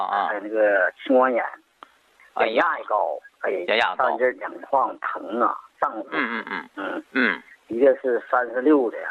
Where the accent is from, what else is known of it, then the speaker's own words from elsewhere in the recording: Siping, Jilin, China; 我是吉林四平的